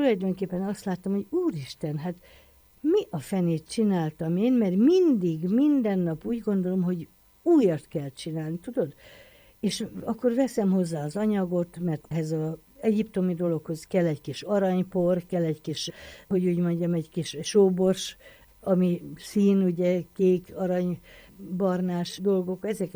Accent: Hungary; magyarok vagyunk

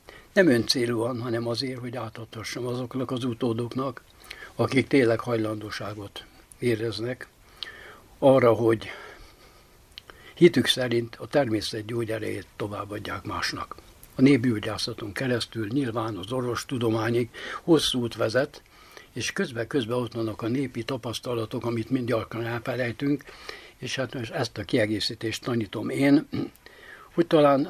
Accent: Baranya, Hungary; born or raised there; moved away

